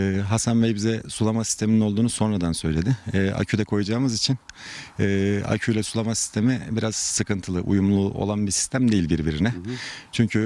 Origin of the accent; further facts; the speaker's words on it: Mersin, Turkey; Benim kendi memleketim.